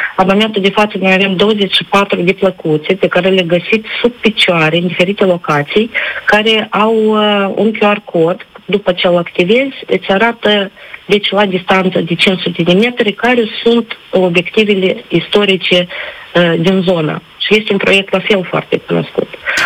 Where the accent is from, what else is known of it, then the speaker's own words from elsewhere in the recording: Chișinău, Moldova; În Chișinăul nostru mic, care devine tot mai mare